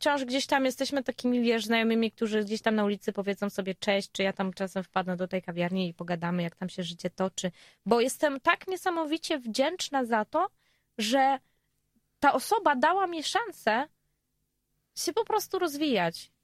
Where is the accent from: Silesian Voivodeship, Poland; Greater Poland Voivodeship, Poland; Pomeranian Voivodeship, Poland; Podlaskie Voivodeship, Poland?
Silesian Voivodeship, Poland; Ja nie lubiłam nigdy języka polskiego i zawsze mówiłam wszystkim, że słuchajcie, ja jestem ze Śląska, okej?